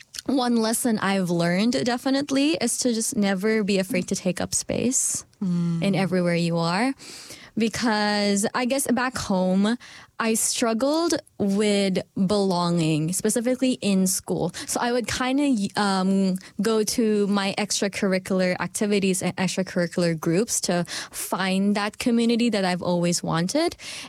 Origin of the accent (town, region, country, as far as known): Philippines; born or raised there; moved away